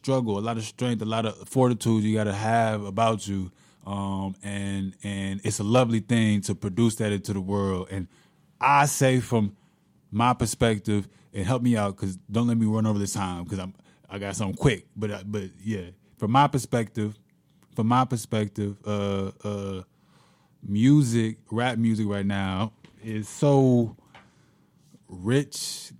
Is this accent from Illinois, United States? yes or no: yes; Kankakee, Illinois, United States; I'm from Kankakee, by the way, my friend.